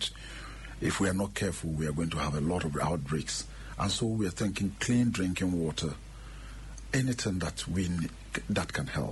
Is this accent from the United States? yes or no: no; Ghana; As a Ghanaian, when your colleague, especially when the dead body, we respect the dead so much, that's the last we can give to anybody.